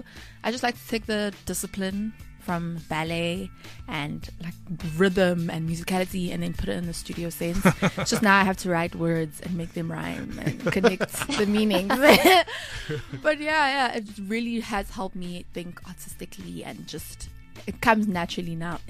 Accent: South Africa; I'm South African

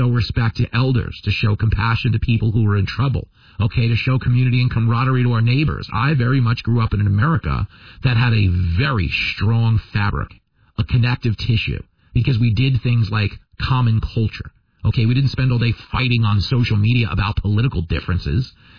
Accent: Levittown, New York, United States; born or raised there

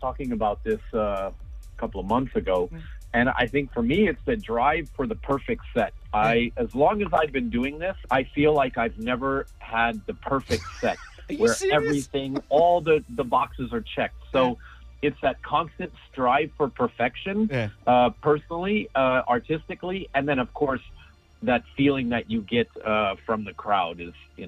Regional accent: Germany; English is a second language; now in United States; when I first moved to the USA from Germany, I didn't speak English, so radio was my escape.

